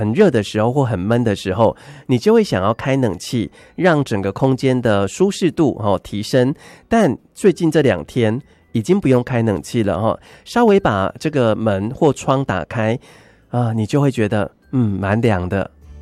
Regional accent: Kaohsiung, Taiwan; 因为我本身是高雄人

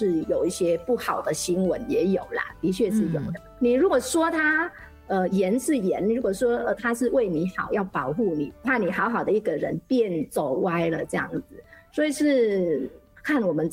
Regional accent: Vietnam; Chinese is a second language; moved away; 那语言讲的是没有问题，可是写字对我们越南人来说，对我个人来说，写字还是一个到现在还是在努力当中的一个方面嘛。

